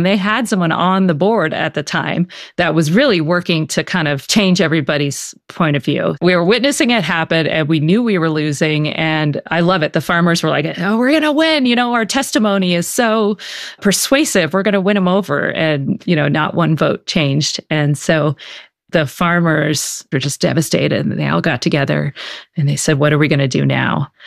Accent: East, United States; now in Durango, United States; he's from Minnesota and I'm from the East.

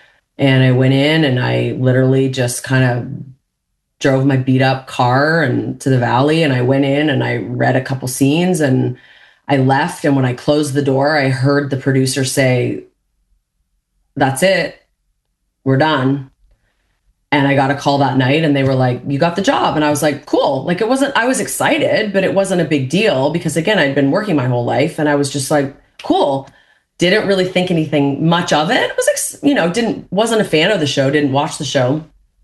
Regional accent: Canada; because of my childhood and the way I was raised and the, and being Canadian, like I weirdly didn't really even process it.

